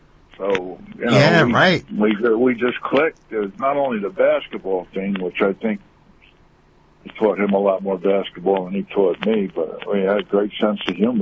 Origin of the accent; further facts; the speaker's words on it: Long Island, New York, United States; the guys that I grew up with on Long Island.